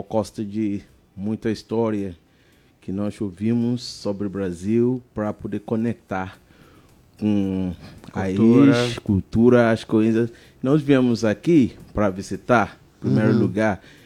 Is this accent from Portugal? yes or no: no; Nigeria; Portuguese is a second language; moved away as an adult; now in Brazil; Estamos da Nigéria. Diretamente da Nigéria.